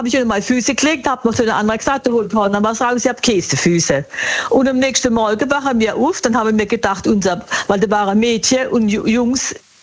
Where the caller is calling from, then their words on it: Bad Schönborn, Baden-Württemberg, Germany; Aus Bad Schönborn.